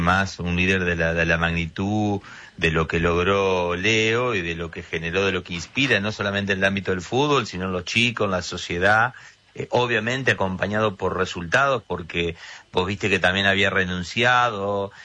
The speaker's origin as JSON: {"language": "Spanish", "country": "Argentina", "said": "fue muy intensa como somos los argentinos."}